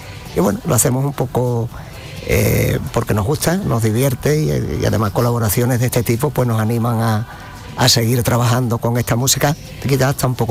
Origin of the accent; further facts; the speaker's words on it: Huelva, Andalusia, Spain; De aquí, de Huelva, concretamente.